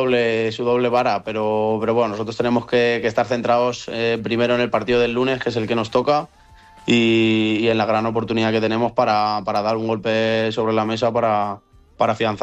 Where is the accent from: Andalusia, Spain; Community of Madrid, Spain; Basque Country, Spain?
Community of Madrid, Spain; Madrid; de aquí, de Madrid, porque los dos somos de Madrid, hemos estudiado en el mismo colegio